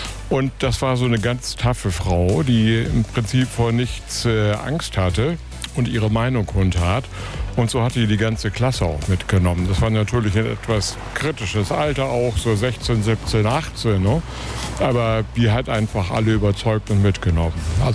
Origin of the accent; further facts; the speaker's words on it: Rhineland, Germany; now in Kiel, Germany; Ich bin im Rheinland zur Schule gegangen, habe da Abi gemacht.